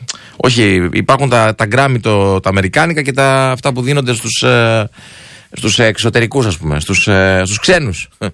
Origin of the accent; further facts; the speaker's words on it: Greece; γιατί είμαι Έλληνας πάνω απ' όλα.